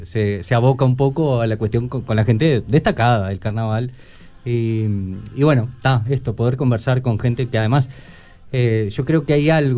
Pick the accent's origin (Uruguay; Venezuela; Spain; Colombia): Uruguay; Montevideo; moved away as an adult; now in Buenos Aires, Argentina; Yo viví en Montevideo siempre, toda mi vida. Yo nací en Mesa 1, cooperativa de viviendas.